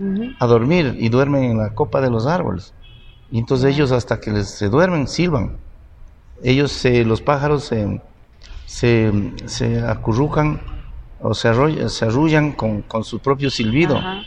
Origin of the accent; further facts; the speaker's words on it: Pimampiro, Imbabura, Ecuador; somos de Pimampiro, en ese tiempo una parroquia, pero nosotros teníamos actividades en el campo, ¿no? Y bueno, mi mamacita además era negociante de los productos que se daban en mi zona